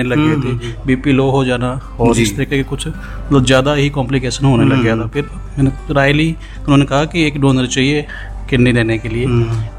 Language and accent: Hindi; Sri Ganganagar district, Rajasthan, India; और मैं राजस्थान के श्री गंगानगर जिले का निवासी हूँ